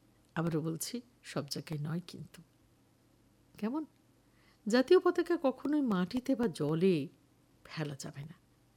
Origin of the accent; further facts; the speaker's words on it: India; আমরা প্রত্যেকটি ভারতীয় নাগরিক